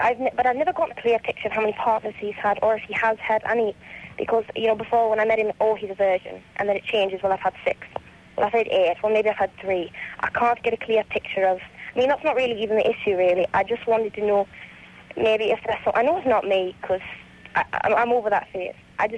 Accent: North East England, United Kingdom; I'm calling from Chicago, but I'm from the northeast of England, and I'm going back tomorrow, so I wanted to get the call in before I left.

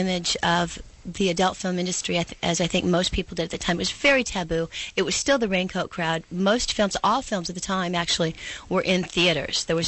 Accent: Illinois, United States; You know, I was really fresh from Illinois.

